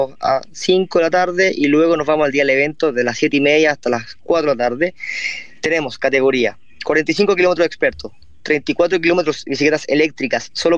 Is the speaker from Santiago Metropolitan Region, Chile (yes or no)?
yes; Huelquén, Santiago Metropolitan Region, Chile; born there; mi querido Huelquén, el pueblo donde yo nací, ¿verdad? Junto a mi padre, mi hermano